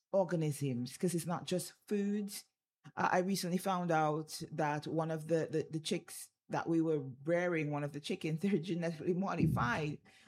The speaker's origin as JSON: {"language": "English", "country": "St. Vincent & Grenadines", "tie": "born or raised there", "said": "I mean, we grew up in St. Vincent. We grew up in the Caribbean."}